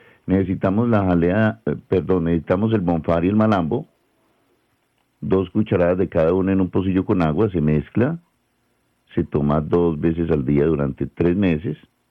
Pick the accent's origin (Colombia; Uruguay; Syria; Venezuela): Colombia; Los colombianos somos masoquistas y somos muy envidiosos.